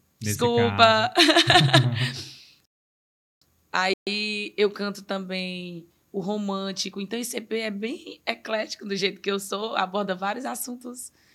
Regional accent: Piauí, Brazil; moved away as an adult; now in Fortaleza, Brazil; ficaram no Piauí, numa cidade próxima à minha.

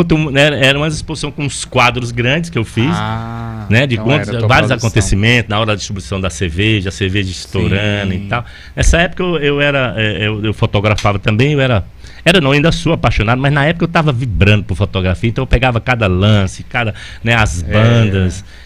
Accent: Quixeramobim, Ceará, Brazil; born there; eu nasci em Quixeramobim, né, no centro, né, um no centro do nosso Ceará.

